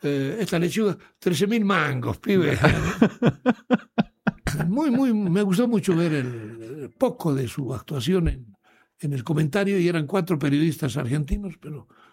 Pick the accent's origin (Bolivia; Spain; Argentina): Bolivia